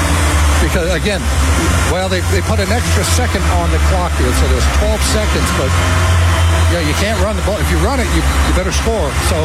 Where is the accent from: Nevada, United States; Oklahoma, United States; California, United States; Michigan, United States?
California, United States; Los Angeles; The beauty of growing up in Los Angeles, Brad Sham.